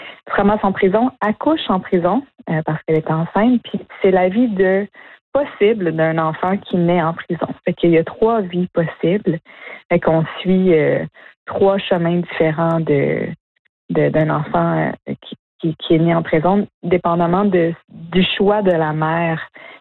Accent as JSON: {"language": "French", "region": "Quebec", "country": "Canada", "said": "Parce que le français, même si c'est ma langue première, j'ai toujours senti que c'était pas ma langue. Ma langue, l'Inuaimun, je le parle pas."}